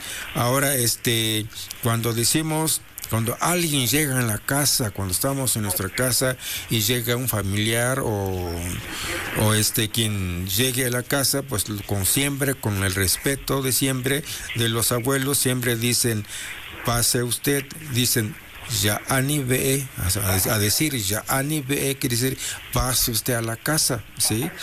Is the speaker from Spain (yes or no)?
no; Mexico; first language Mixtec; Ahora empezamos yo empiezo con mi lengua materna, que es el mixteco.